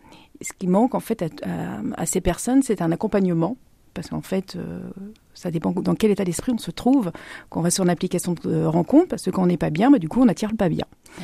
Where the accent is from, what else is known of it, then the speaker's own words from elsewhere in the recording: Rouen, Normandy, France; je suis née à Rouen. J'ai fait toute ma scolarité sur Rouen, j'ai travaillé sur Rouen et aujourd'hui j'ai créé une entreprise sur Rouen.